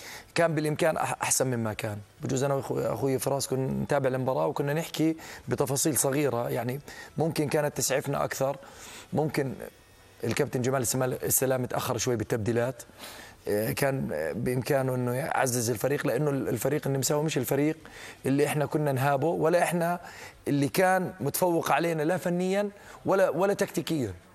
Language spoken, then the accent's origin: Arabic; Jordan; إحنا كجمهور أردني